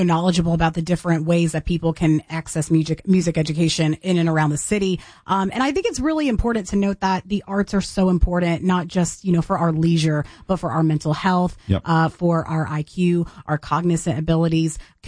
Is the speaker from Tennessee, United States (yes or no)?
yes; Tennessee, United States; growing up in Tennessee my entire life